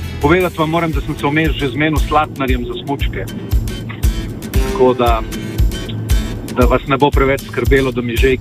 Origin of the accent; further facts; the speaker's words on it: Koper, Coastal–Karst, Slovenia; seveda tam nisem iz Izole, sem iz Kopra